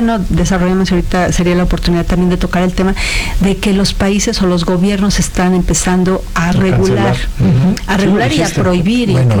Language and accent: Spanish; Mexico; en nuestra cultura mexicana